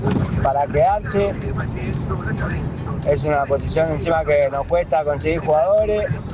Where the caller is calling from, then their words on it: La Ferrere, Buenos Aires Province, Argentina; de La Ferrere, volviendo a casa.